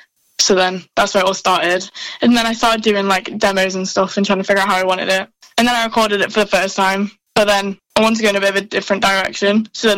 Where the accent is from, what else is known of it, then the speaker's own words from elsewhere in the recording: Chester, North West England, United Kingdom; I'm from Chester, which is, like, obviously a bit further away from Liverpool, but I go to college in Liverpool, in LMA